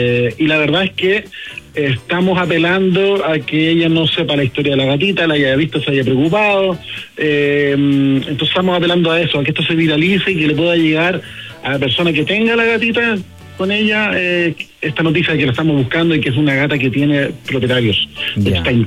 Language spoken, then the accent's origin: Spanish; Chile; A nosotros como chilenos